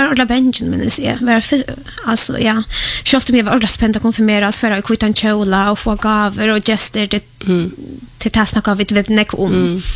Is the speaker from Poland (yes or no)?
yes; Poland; Swedish is a second language; now in Sweden; Jag är född och uppvuxen i Polen.